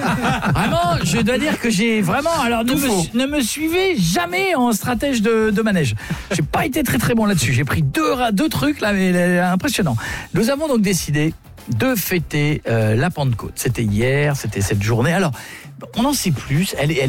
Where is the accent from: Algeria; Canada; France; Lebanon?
France; on est Français.